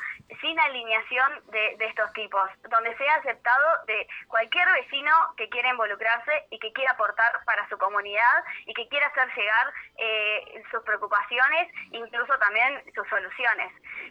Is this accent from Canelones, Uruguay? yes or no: yes; Atlántida, Canelones, Uruguay; Yo soy de Atlántida.